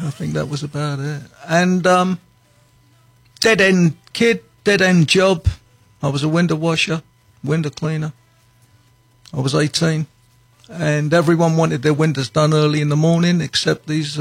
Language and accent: English; London, United Kingdom; also born or lived in Bahamas / Caribbean; now in Flagler Beach, United States; I grew up, I'm from the inner city in London. I grew up in what you guys call the projects, we call council flats. I grew up in the 1950s.